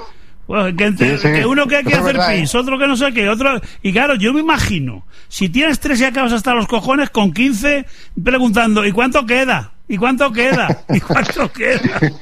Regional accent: Ávila, Castile and León, Spain; En mi pueblo, en Ávila, no te podías casar en la iglesia.

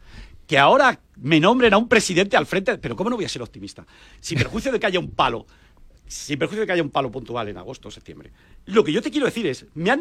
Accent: United Kingdom; Yo vengo del Reino Unido y te puedo decir que la clase que yo tenía de especulación en bolsa tenía un chaval tatuado

